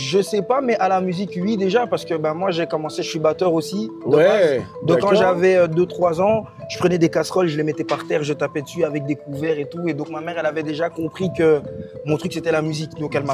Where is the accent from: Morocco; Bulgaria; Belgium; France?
Belgium; Non, ici en Belgique. J'ai grandi en Belgique et je suis né ici.